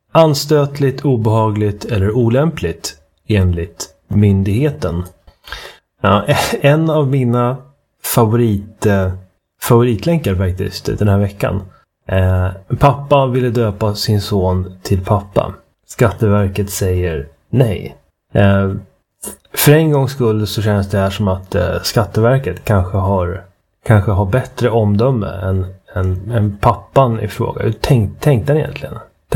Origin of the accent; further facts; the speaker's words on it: Uppsala, Uppsala County, Sweden; born there; Det åt man alltid hemma i Uppsala.